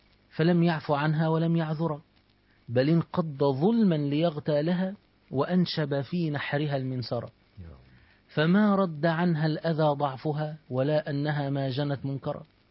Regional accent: Egypt; احنا عندنا في مصر قانوني مشهور جدا اسمه السنهوري باشا

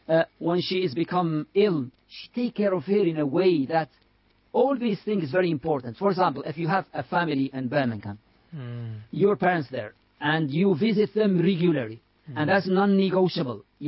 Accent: United Arab Emirates; I grew up in Emirates, not in Mauritania.

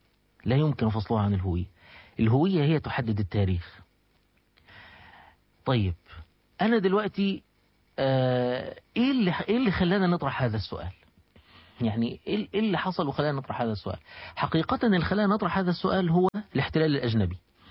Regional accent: Egypt; باعتباري شخص مصري

